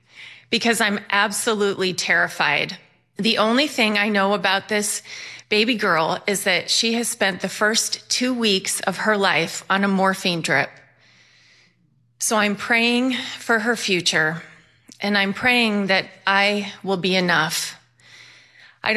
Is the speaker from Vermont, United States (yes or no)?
yes; Bennington, Vermont, United States; born there; now in Phoenix, United States; I was born in Bennington, Vermont. I live in Phoenix, Arizona.